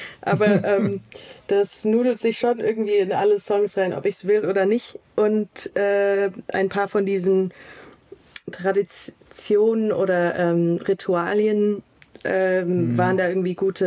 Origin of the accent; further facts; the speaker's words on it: Canada; German is a second language; moved away as an adult; also born or lived in New Zealand; now in Germany; weil ich bin auch nicht in Deutschland aufgewachsen. Es ist wirklich nicht meine Muttersprache, obwohl meine Mutter Deutsch ist. Und also in Kanada und Neuseeland aufgewachsen zu sein und dann mit 18 zum ersten Mal nach Deutschland zu ziehen